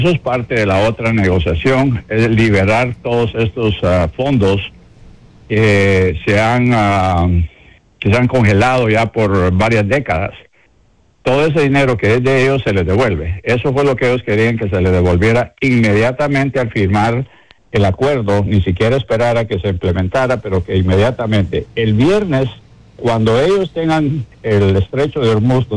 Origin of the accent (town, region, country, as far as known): United States